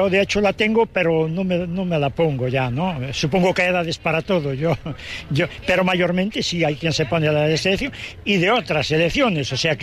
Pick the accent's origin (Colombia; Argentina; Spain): Spain; Illa de Arousa, Galicia; Hay cercanía en la Isla de Arosa, yo soy de la Isla de Arosa.